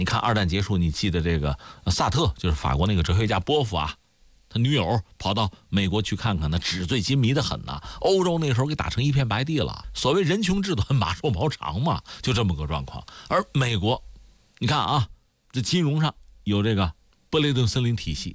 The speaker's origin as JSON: {"language": "Chinese", "country": "China", "said": "我们中国人"}